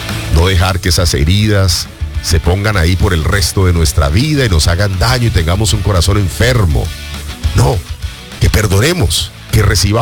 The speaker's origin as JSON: {"language": "Spanish", "town": "Ibagué", "region": "Tolima", "country": "Colombia", "tie": "born there", "moved": "yes", "said": "Nací en la ciudad musical de Colombia, Ibagué. Y no sigo por ese lado porque termino colocando el boom de tolimense. Soy colombiano de nacimiento, muy jovencito salí de Colombia, pero voy cada vez que puedo."}